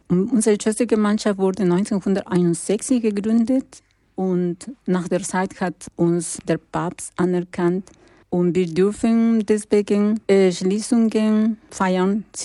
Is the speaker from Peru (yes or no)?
yes; Lima, Peru; born there; German is a second language; moved away; Und ich bin in Lima geboren und habe ich viel Armut gesehen.